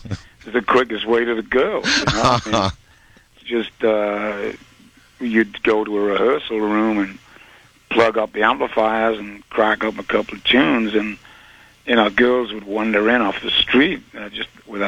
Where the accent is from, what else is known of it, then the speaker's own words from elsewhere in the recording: Newcastle, North East England, United Kingdom; It was conglomeration of several bands that were playing in my hometown, Newcastle.